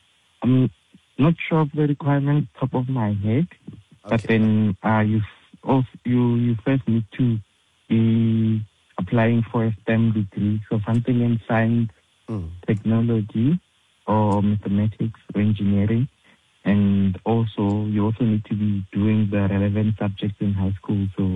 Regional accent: Pretoria, Gauteng, South Africa; moved away as an adult; now in Johannesburg, South Africa; I'm from Pretoria originally, but I go to school at Wits. That's where I'm currently based.

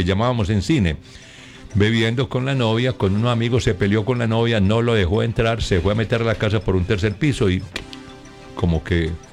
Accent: Concordia, Antioquia, Colombia; Concordia, mi tierrita

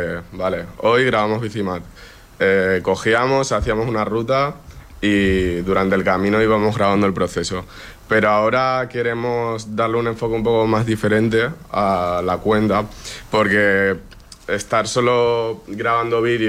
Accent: Lanzarote, Canary Islands, Spain

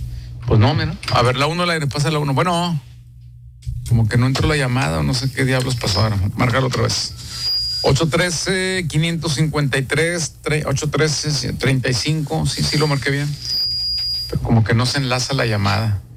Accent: San Nicolás de los Garza, Nuevo León, Mexico; Bueno, yo soy de San Nicolás, mi hija es de Apodaca, ¿verdad?

